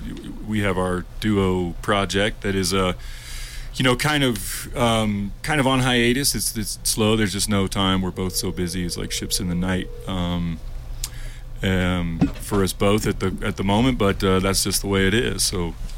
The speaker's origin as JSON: {"language": "English", "town": "Longmont", "region": "Colorado", "country": "United States", "said": "I'm from Longmont, Colorado, and came down here to compete in the Telluride Troubadour competition."}